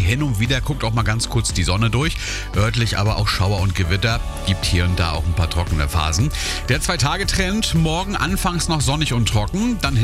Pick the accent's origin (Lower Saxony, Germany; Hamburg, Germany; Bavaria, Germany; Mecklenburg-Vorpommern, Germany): Mecklenburg-Vorpommern, Germany; Malchow; da messen wir am Kick-In und Wunderdie-Museum in meiner Heimatstadt Malchow.